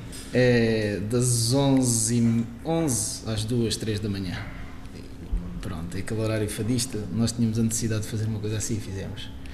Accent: Setúbal Peninsula, Portugal; tenho 33 anos, sou da Margem Sul.

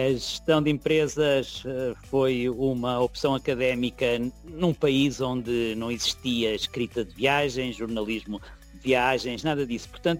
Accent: Figueira da Foz, Centro, Portugal; Eu sou da Figueira Foz, cresci em frente à praia

